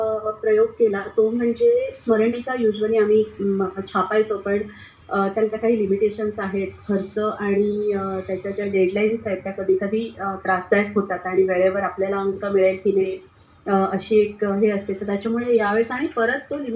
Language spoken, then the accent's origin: Marathi; Mumbai, Maharashtra, India; मुंबईचे तरी माझं मूळ कोकण